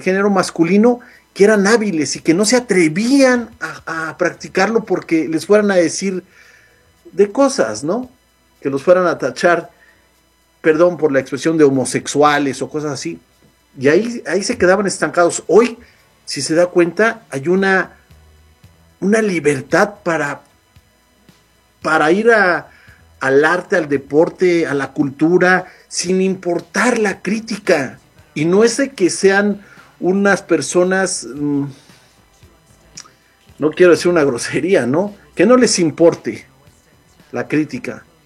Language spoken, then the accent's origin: Spanish; Zacatepec, Morelos, Mexico; moved away; de donde soy originario, el Zacatepec